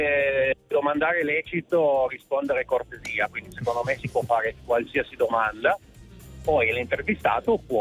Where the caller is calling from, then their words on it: Turin, Piedmont, Italy; Chiamo da Torino.